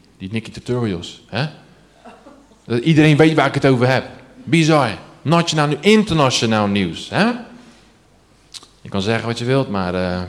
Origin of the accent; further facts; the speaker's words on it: IJsselmonde, South Holland, Netherlands; Ik kom uit IJsselmonde. In Zeeuwen vandaan. Om het hoekje. Ik ben opgegroeid daar.